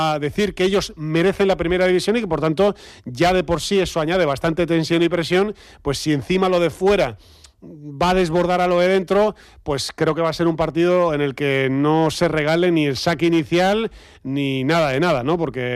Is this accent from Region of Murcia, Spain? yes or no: no; Andalusia, Spain; pues verdaderamente somos andaluces